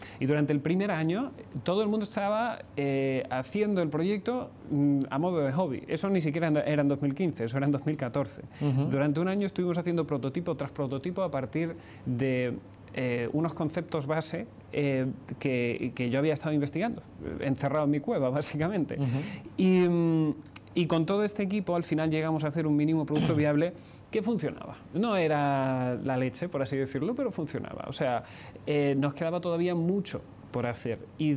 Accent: Seville, Andalusia, Spain; moved away as an adult; now in Barcelona, Spain; Vamos, de hecho, los dos socios somos sevillanos. Y en cualquier caso, fuimos a Barcelona, ya te digo, hace 12 años

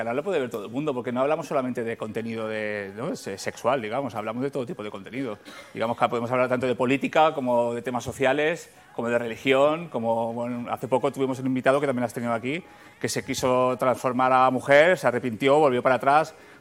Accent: Santa Coloma de Gramenet, Catalonia, Spain; born there

